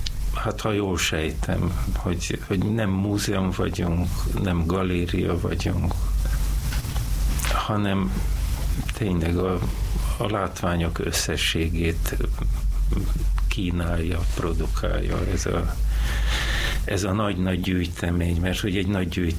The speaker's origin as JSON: {"language": "Hungarian", "region": "Budapest", "country": "Hungary", "tie": "born or raised there", "said": "Hát budai vagyok, sőt erdőszéli vagyok, mert ahol mi lakunk 75 éve, az erdőszéle volt még akkor"}